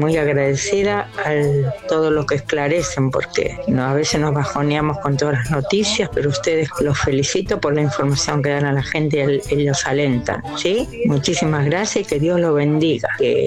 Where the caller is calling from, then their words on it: La Reja, Buenos Aires Province, Argentina; Somos de La Reja